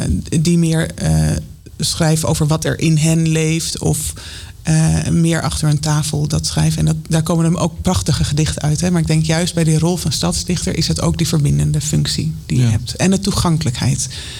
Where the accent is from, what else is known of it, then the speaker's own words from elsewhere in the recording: Amsterdam, North Holland, Netherlands; moved away as an adult; now in Baarn, Netherlands; En ik ben dus echt geboren en getogen in Amsterdam